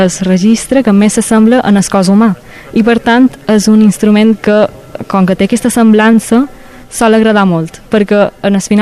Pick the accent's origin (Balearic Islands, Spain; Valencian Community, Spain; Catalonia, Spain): Balearic Islands, Spain; Mallorca; Soc de Mallorca.